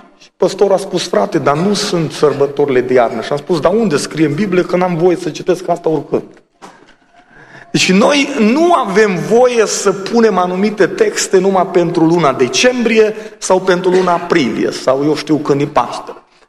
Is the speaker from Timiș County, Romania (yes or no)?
yes; Timișoara, Timiș County, Romania; Eu am crescut în Timișoara, în adunările penticostale și adunările erau multe din ele fără ceas.